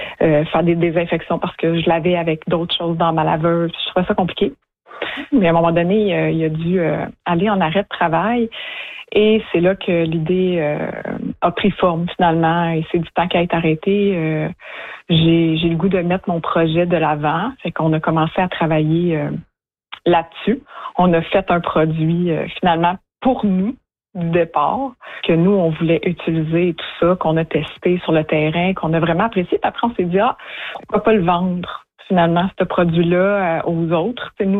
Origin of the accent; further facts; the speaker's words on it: Saint-Jérôme, Quebec, Canada; now in Girardville, Canada; moi, j'ai grandi à Saint-Jérôme